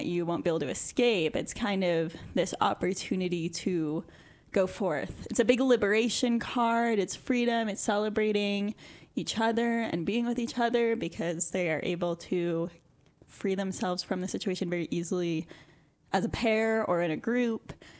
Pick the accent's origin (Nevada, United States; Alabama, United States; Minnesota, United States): Nevada, United States; Reno; I grew up in Reno, Nevada.